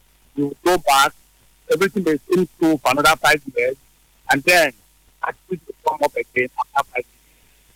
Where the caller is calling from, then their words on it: Port Harcourt, Rivers, Nigeria; I'm calling from Port Harcourt.